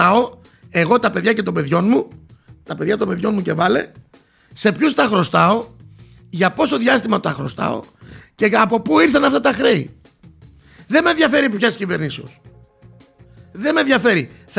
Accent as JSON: {"language": "Greek", "country": "Greece", "said": "σαν Έλληνας πολίτης"}